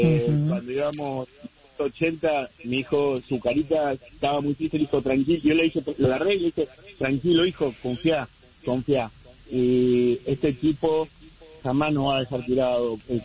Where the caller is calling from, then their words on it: New York, United States; Acá desde Nueva York.